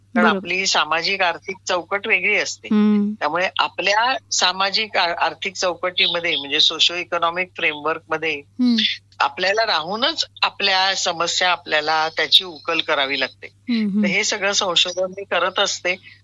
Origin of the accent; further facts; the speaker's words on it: Mumbai, Maharashtra, India; माझा जन्म मुंबईचा आहे. मी मूळची मुंबईची, अगदी गिरगावातला माझा जन्म.